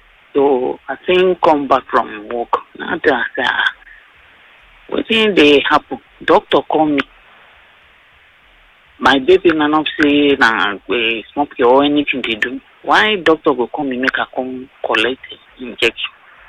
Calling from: Lagos, Nigeria

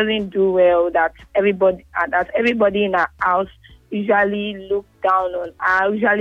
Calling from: Ikorodu, Lagos, Nigeria; I'm calling from Ikorodu.

